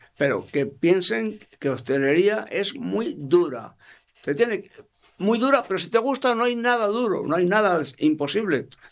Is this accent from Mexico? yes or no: no; Peru; now in Madrid, Spain; En mi restaurante actualmente todos somos peruanos.